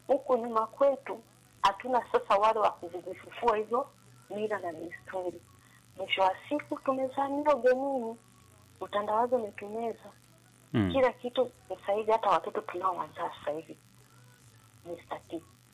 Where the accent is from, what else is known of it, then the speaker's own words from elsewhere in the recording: Tanzania; mimi wazazi wangu ni ndio mimi ni Msukuma, lakini sasa mila na desturi za Kisukuma mpaka leo hii mila zijua za juu sana, za ndani sizijui.